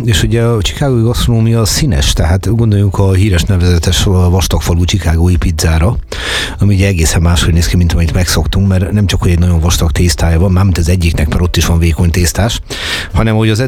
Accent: Hungary; Akkor megtudta a pultos, hogy mi magyarok vagyunk

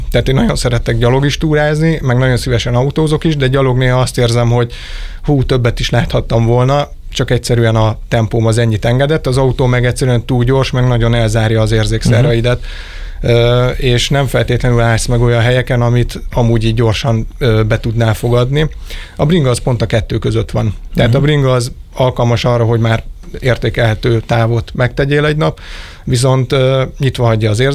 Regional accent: Lake Balaton, Hungary; mivel a Balatonnál nőttem fel, ott valaki vagy mezőgazdasággal, vagy turizmussal kezd el foglalkozni

